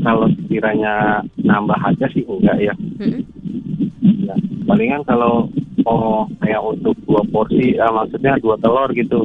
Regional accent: Jakarta, Indonesia; Biarpun kita anak Betawi

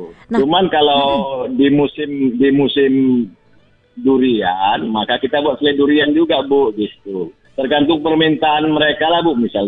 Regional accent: North Sumatra, Indonesia; Cuman karena kita orang Mandailing, kita pakai bahasa Mandailing, apa namanya, lomang.

